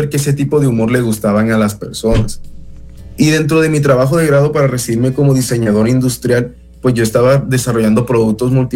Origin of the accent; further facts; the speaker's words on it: Sincelejo, Sucre, Colombia; Yo ahora mismo estoy en mi ciudad natal, yo estoy ahora mismo en Sincelejo, Colombia.